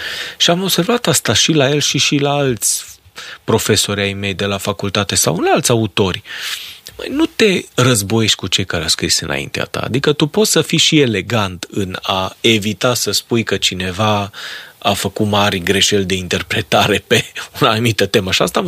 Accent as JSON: {"language": "Romanian", "country": "Romania", "said": "noi trebuie să avem o demnitate noastră ca români în Europa"}